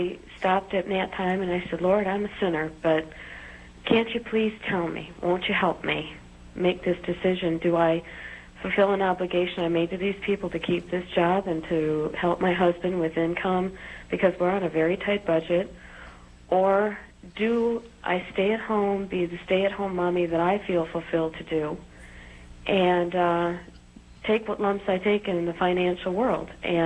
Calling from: Michigan, United States; I'm from Michigan.

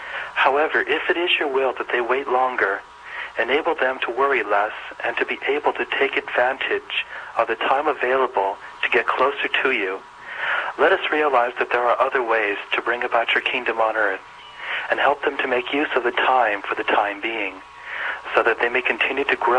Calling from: Boynton Beach, Florida, United States; I'm calling from Boynton Beach, Florida.

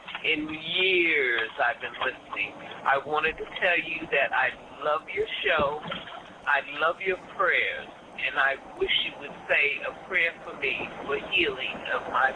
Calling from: Oklahoma City, Oklahoma, United States; I'm calling from Oklahoma City.

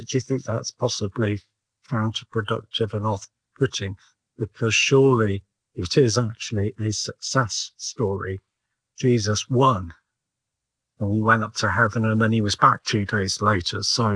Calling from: England, United Kingdom; in England.

